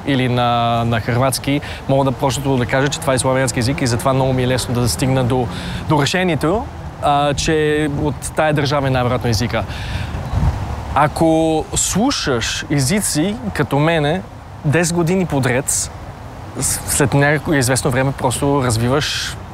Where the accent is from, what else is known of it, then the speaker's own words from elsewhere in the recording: Vienna, Austria; Официално съм австриец с български корени, понеже съм роден и израснал в Австрия, в Виена, в столицата, но аз се считам като българин от Австрия, понеже се чувствам много повече българин.